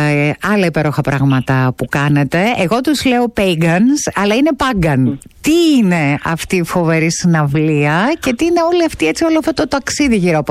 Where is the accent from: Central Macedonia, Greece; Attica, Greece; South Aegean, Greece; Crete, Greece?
Central Macedonia, Greece; Serres; Να βάλεις και από τα Σέρας. Εγώ είμαι από τα Σέρας.